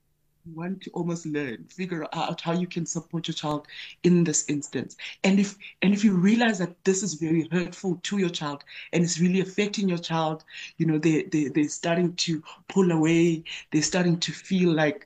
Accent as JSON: {"language": "English", "region": "Eastern Cape", "country": "South Africa", "tie": "born or raised there", "also_born_or_lived": "North West", "said": "You know, I grew up in Eastern Cape, and then I then moved into your Northwest areas in terms of just as a young person."}